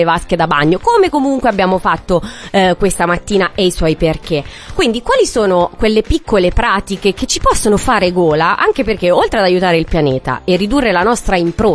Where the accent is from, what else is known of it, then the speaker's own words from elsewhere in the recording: Tuscany, Italy; io quando mi chiedono se sono vegetariana rispondo che sono toscana, quindi non posso, perché sennò mio babbo mi disereda, va bene, che è un cuoco toscano.